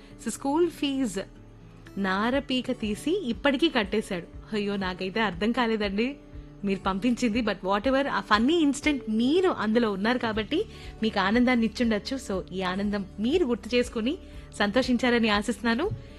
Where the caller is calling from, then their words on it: Proddatur, Andhra Pradesh, India; ప్రొద్దుటూరు, కడప జిల్లా నుంచి.